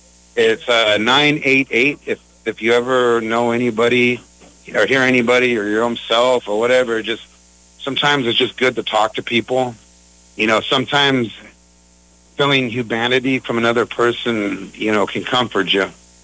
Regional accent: California, United States; moved away as an adult; also born or lived in Riverside, California / Pittsburg, California; now in Vallejo, United States; I am proud to live at a waterfront city. My whole life, because I grew up at the Orange County coastline, it was, I want to live by the water. And I got to do that when I moved to Pittsburgh from Riverside, California over 20 years ago.

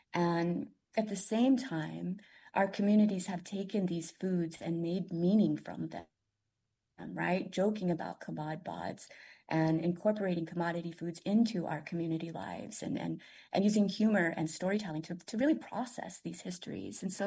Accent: Tulsa, Oklahoma, United States; Yeah, so I grew up in Tulsa, and, you know, we lived outside of the reservation boundaries, so we weren't eligible for commodity foods.

